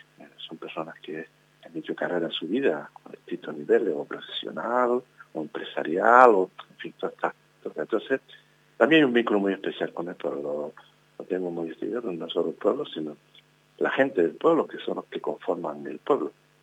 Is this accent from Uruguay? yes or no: no; Teror, Canary Islands, Spain; Yo sigo empadronado en Teror, yo voto en Teror, mantenemos nuestra casa tradicional en Teror. Yo nací en Teror, nací en la casa donde estamos en Teror, también mis hermanos, y estoy muy ligado al pueblo